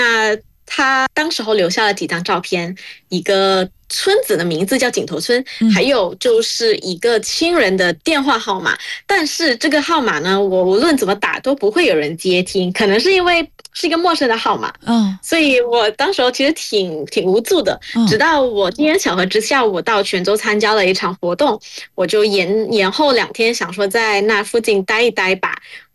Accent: Malaysia; moved away as an adult; now in Beijing, China; 作为一个土生土长的马来西亚华人

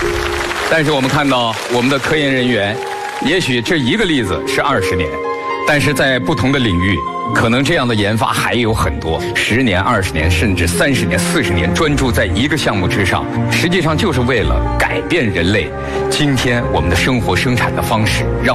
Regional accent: China; 我们中国人

